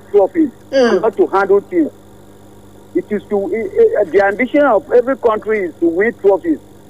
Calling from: Accra, Greater Accra, Ghana; I'm calling from Accra.

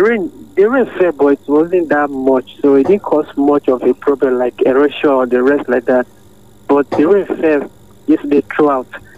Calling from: Makurdi, Benue, Nigeria; Calling from the Handwriter College, Makurdi.

